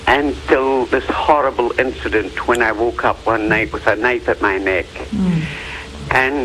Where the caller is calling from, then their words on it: Tucson, Arizona, United States; Hello? I'm calling from Tucson.